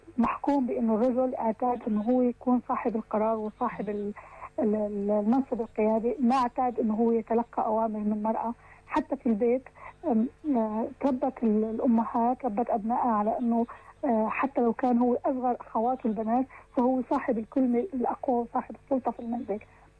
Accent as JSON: {"language": "Arabic", "country": "Syria", "said": "بمجتمعنا نحن السوري"}